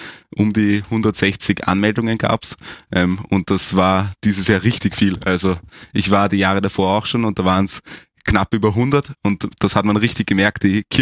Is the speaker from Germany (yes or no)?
no; Lower Austria, Austria; ich komme aus Niederösterreich, nicht so weit entfernt von Maria Rockendorf